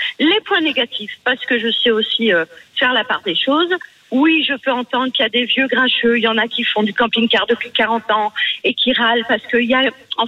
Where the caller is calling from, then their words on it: Châteauneuf-du-Rhône, Auvergne-Rhône-Alpes, France; j'habite à Châteauneuf-du-Rhône, c'est à côté.